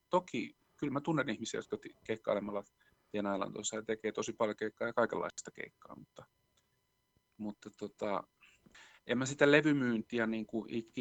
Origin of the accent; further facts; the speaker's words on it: Lahti, Päijät-Häme, Finland; now in Helsinki, Finland; mä oon Lahdesta kotoisin